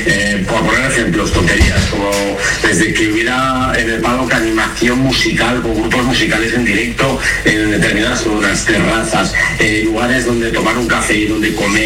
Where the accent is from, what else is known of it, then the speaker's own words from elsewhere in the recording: Spain; como españoles debemos sentirnos tremendamente orgullosos.